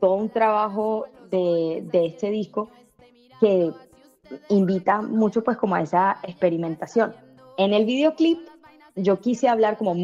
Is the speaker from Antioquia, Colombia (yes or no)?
no; Barrancas, La Guajira, Colombia; yo crecí en una época donde siendo de La Guajira, viviendo yo crecí en el Cerrejón, siendo de Barrancas, mi familia igual crecía ahí adentro